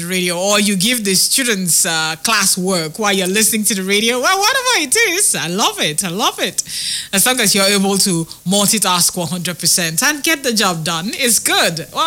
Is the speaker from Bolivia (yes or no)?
no; Nigeria; I'm Nigerian first before an Arsenal fan. I'm Nigerian first. What matters at the end of the day? I'm Nigerian. Eh? A blue-blooded Nigerian